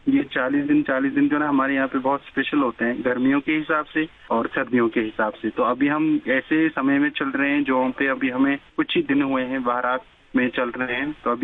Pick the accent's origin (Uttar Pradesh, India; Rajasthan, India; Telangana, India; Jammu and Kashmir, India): Jammu and Kashmir, India; तो हम कश्मीरी लोग भी जैसे आपके वहाँ पे आते हैं घूमने, हम भी यहाँ पे